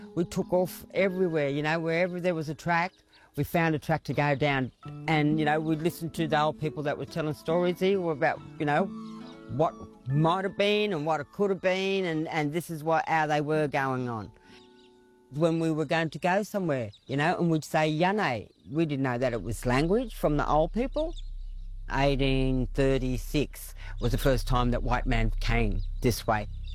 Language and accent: English; Moree, New South Wales, Australia; I'm from Moree. My people are originally from the area where I'm sitting today, and that's Terriaiai.